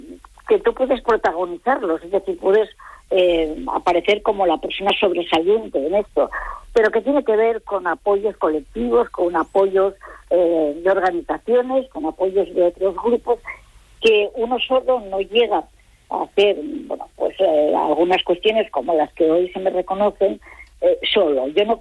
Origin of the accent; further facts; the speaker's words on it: Asturias, Spain; yo soy asturiana de pura cepa